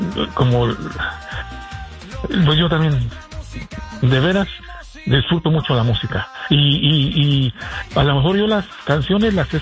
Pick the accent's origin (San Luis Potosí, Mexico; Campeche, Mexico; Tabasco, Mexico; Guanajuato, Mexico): Guanajuato, Mexico; León; en un club de ahí de México que se llama El León, soy del estado de Guanajuato